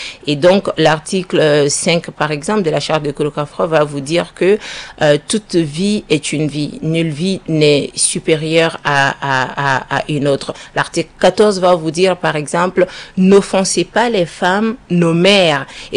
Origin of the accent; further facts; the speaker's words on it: Mali; chez nous au Mali